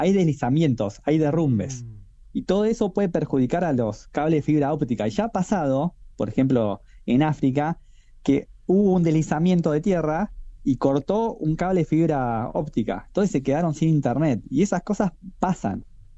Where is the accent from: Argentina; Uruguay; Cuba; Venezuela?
Argentina; La Plata, Buenos Aires Province; Bueno, yo soy platense, estudié en La Plata